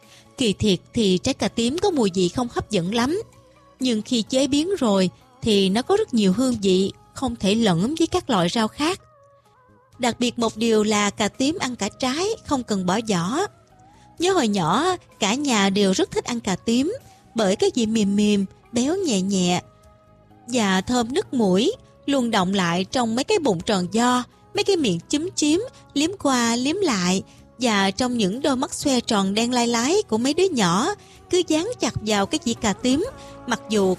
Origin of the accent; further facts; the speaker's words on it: Mekong Delta, Vietnam; moved away; Miền Tây quê em là vậy đó